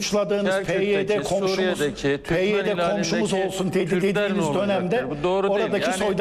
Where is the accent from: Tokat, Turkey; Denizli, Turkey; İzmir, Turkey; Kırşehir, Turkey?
Tokat, Turkey; Ben Allah Türk'üm. Tokatlıyım. Eşim Urfalı.